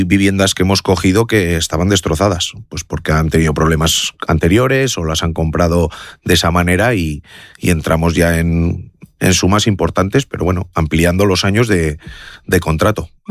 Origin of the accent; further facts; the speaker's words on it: Vitoria-Gasteiz, Basque Country, Spain; born there; yo nací en Vitoria, soy de Vitoria.